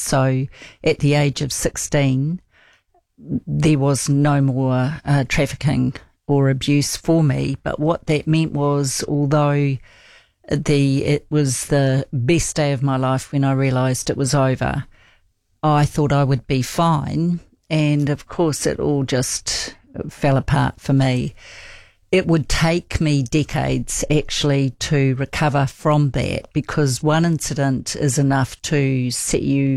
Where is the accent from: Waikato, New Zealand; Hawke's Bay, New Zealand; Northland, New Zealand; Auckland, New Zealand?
Auckland, New Zealand; West Auckland, Newland, West Auckland